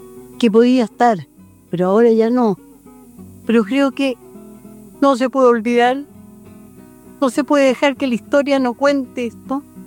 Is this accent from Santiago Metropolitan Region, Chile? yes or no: yes; Las Condes, Santiago Metropolitan Region, Chile; Yo fui presidente de una junta de vecinos en Las Condes, soy miembro del COSOC de Las Condes, y bueno, nací ahí y seguiré trabajando y denunciando todo lo que tenga que denunciar.